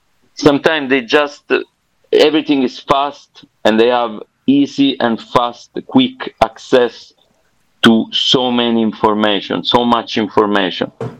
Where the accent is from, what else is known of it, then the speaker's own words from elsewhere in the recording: Southern Italy, Italy; I mean, the Deep South, like Acme too, we are both from the Deep South. And it's not like being in Milan